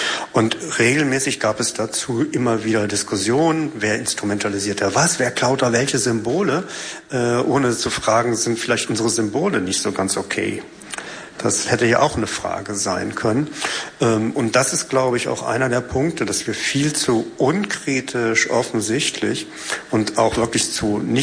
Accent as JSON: {"language": "German", "country": "Germany", "said": "als Deutscher in zweiter, dritter Generation"}